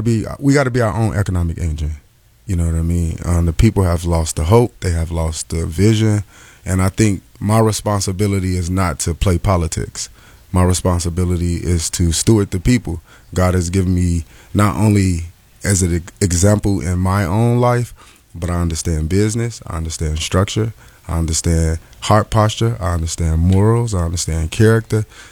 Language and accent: English; Chicago, Illinois, United States; Will from Mississippi, I'm from Chicago, so you know the difference between that.